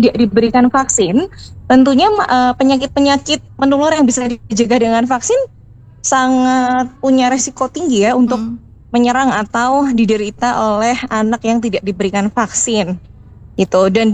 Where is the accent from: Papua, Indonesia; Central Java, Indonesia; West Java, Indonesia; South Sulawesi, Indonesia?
Central Java, Indonesia; Surakarta; karena saya kan dari Solo ya, kemarin itu di Jawa Tengah sama Jogja itu sempat diberikan untuk anak SD.